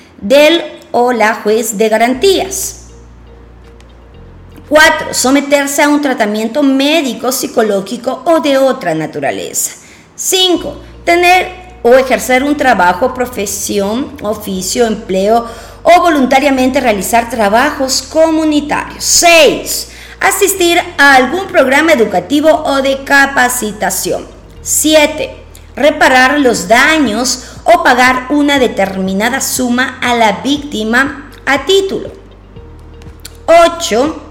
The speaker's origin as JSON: {"language": "Spanish", "country": "Ecuador", "said": "seguimos nosotros como ecuatorianos a la espera."}